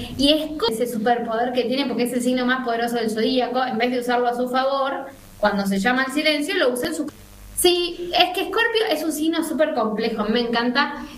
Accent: Argentina; nuestro hermoso país de Argentina

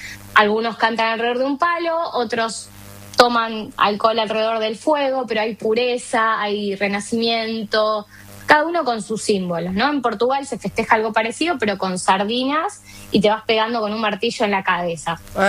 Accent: Argentina; also born or lived in Spain; now in Sweden; como yo soy argentina y viví en España

